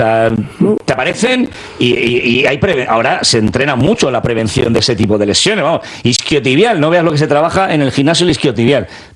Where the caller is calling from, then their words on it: Badajoz, Extremadura, Spain; de Badajoz.